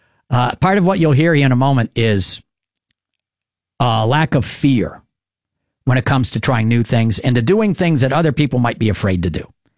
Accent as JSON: {"language": "English", "town": "Marlborough", "region": "New Hampshire", "country": "United States", "tie": "born or raised there", "also_born_or_lived": "Keene, New Hampshire / Surry, New Hampshire", "said": "spent the first 4.5 years of my life growing up in Surrey, New Hampshire. From there, I moved to Cottage Street in Marlborough, New Hampshire, across the street from my grandparents, my dad's parents."}